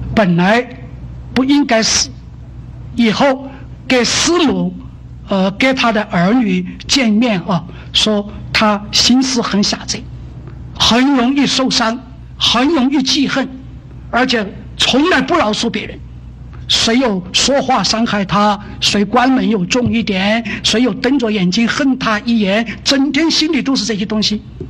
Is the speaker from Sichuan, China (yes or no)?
yes; Sichuan, China; 我的家乡四川，